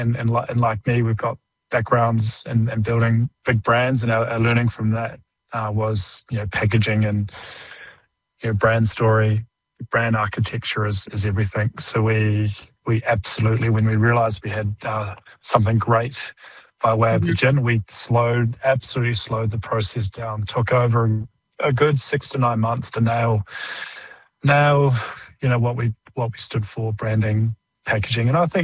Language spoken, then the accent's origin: English; New Zealand; We're Kiwi though, right?